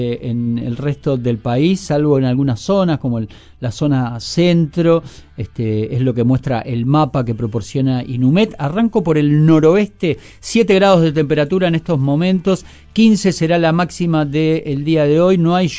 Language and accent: Spanish; Uruguay; Me asumo como uruguayo feo y gris, ¿eh?